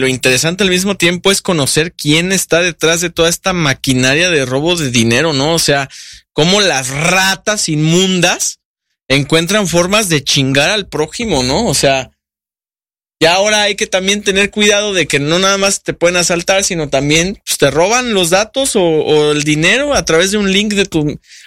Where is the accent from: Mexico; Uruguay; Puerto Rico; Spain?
Mexico; soy mexicano con P